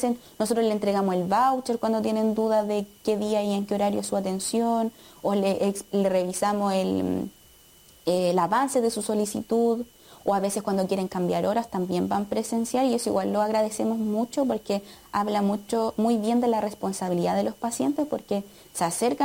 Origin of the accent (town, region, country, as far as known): San Clemente, Maule, Chile; born or raised there